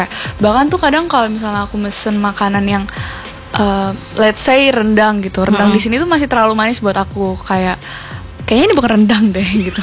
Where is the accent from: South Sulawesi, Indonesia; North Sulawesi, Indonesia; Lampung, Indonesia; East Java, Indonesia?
Lampung, Indonesia; moved away as an adult; now in Semarang, Indonesia; Aku dari Lampung.